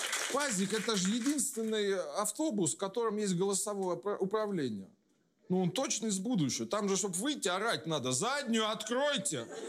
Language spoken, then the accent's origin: Russian; Kursk, Kursk Oblast, Russia; Я из Курска. Часто в него езжу. Курск меняется, мне нравится за этим наблюдать.